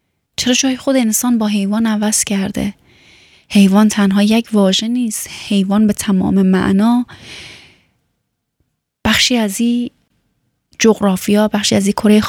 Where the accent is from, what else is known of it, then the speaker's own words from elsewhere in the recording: Afghanistan; چون وقتی که میگی من از افغانستان هستم، هموطنهای تو انقدر گل کاشتن که تو دیگه جایی نمیبینی که حرف بزنی و بالاخره سر صحبت باز کنی که من از افغانستان هستم.